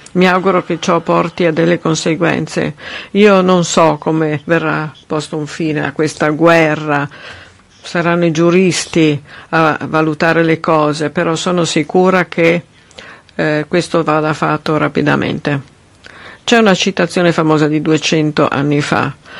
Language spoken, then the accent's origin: Italian; Russia; Io sono una cittadina russa